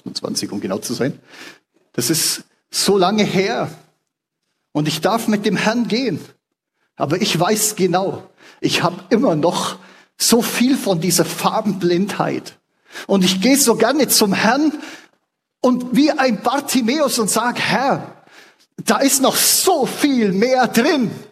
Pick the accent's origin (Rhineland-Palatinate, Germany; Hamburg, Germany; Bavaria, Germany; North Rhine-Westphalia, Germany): Bavaria, Germany; born or raised there